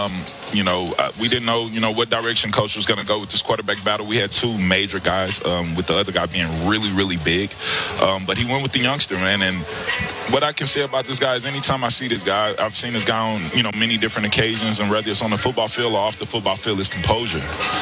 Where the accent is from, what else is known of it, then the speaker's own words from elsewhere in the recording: Texas, United States; No doubt. I mean, as you know, we play big-time ball in Texas.